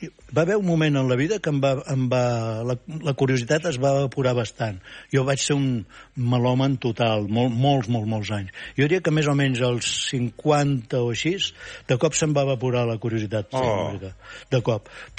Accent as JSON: {"language": "Catalan", "town": "Barcelona", "region": "Catalonia", "country": "Spain", "tie": "born or raised there", "also_born_or_lived": "Vic", "said": "Criat a Barcelona i retornat a Vic."}